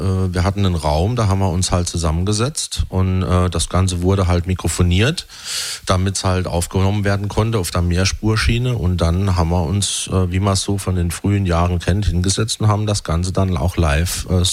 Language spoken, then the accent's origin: German; Ottweiler, Saarland, Germany; Ich selbst komme aus Ottweiler und die Band setzt sich zusammen aus dem Kreis Neunkirchen und Kirkel. Das ist halt alles auch Saarland, ne?